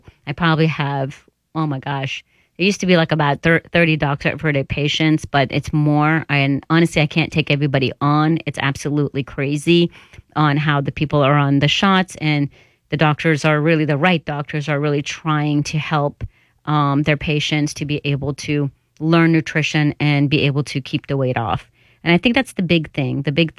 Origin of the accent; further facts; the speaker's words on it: State College, Pennsylvania, United States; I grew up in State College